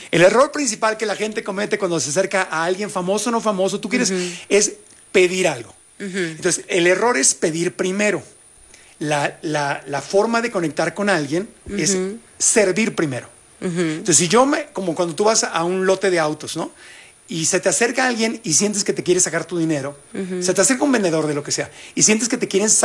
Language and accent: Spanish; Ciudad Obregón, Sonora, Mexico; Yo crecí en Sonora, uh-huh, en Obregón.